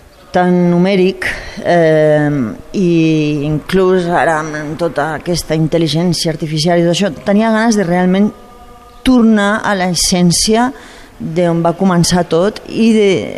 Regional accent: Àger, Catalonia, Spain; born there; moved away as an adult; also born or lived in Mediterranean coast / United States; jo vinc de mare francesa i de pare català, i jo vaig créixer els primers anys bueno, una mica entre la costa mediterrània i aquí, al Pirineu català. Estàvem a Àger. I llavors, tots els records de la meva infància més tendra són a Àger.

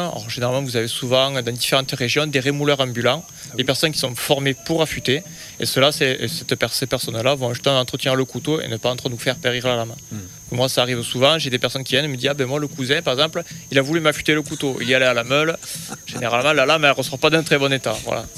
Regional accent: Occitanie, France; Je viens du Tarn.

